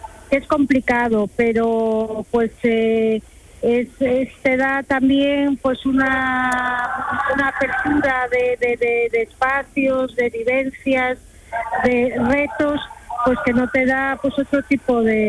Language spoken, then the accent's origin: Spanish; Marín, Galicia, Spain; yo soy de Marín, de Galicia